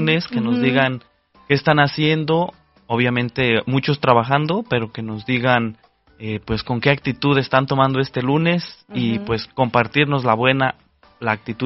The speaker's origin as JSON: {"language": "Spanish", "town": "Guadalajara", "region": "Jalisco", "country": "Mexico", "said": "Yo también soy de Guadalajara, bueno, de Jalisco."}